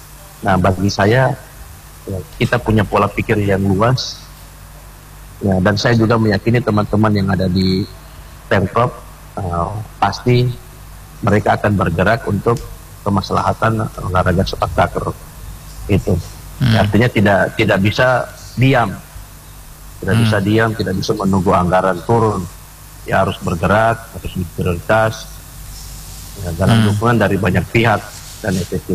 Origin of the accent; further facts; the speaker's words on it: Gorontalo, Indonesia; saya sampaikan, saya orang Gorontalo.